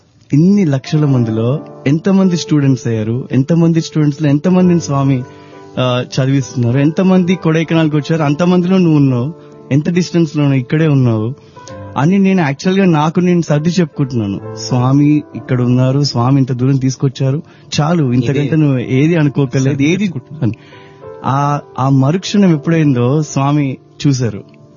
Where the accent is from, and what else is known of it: Andhra Pradesh, India